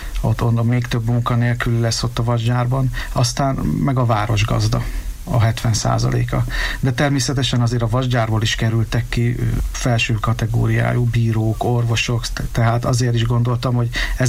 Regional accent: Miskolc, Borsod-Abaúj-Zemplén, Hungary; én az Avason nőttem fel, aztán már most 12 éve vagyunk együtt a feleségemmel, és akkor így ő általa kerültem én oda le erre a környékre.

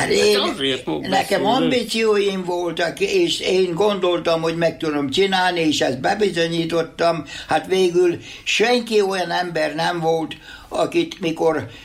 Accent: Hungary; moved away as an adult; now in Australia; Én voltam az első magyar

